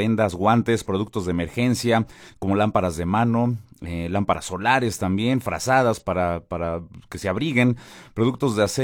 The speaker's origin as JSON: {"language": "Spanish", "country": "Mexico"}